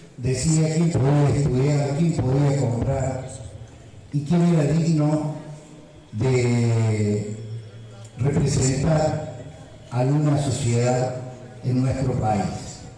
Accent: Argentina; now in Hernando, Argentina

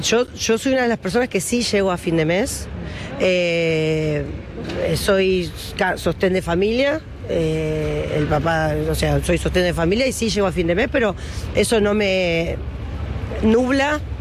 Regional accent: Argentina; Yo soy contadora, soy de acá, vivo en Capital. Soy una mamá, soy una profesional, soy hija

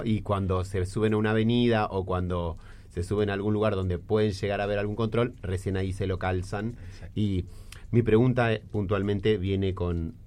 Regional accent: Tierra del Fuego, Argentina; born there; yo soy fueguino, sí, nacido acá en el fin del mundo

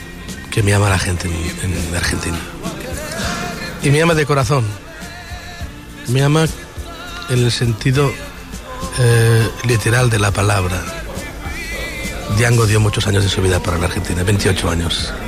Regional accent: Catalonia, Spain

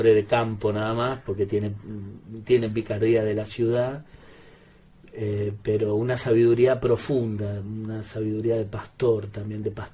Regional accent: Argentina; Así que casi te estaba por responder como un argentino en el mundial, que somos lo más, que tenemos a Messi

